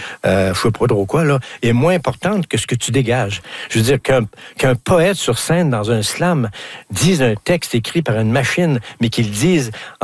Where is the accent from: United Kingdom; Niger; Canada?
Canada; Quebec; accent: Québécois